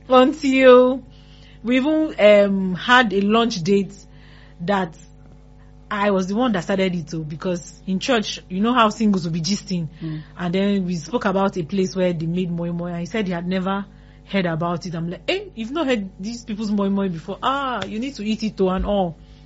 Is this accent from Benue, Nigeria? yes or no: yes; Benue, Nigeria; So I'm from Benue State, the Tiv tribe.